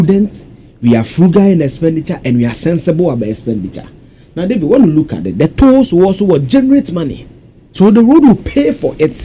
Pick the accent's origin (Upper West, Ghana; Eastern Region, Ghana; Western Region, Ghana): Eastern Region, Ghana; moved away as an adult; now in Kumasi, Ghana; I come from the Eastern region. I've been using this road actively in the last 12 years since I moved to Kumasi in 2014 for school and state.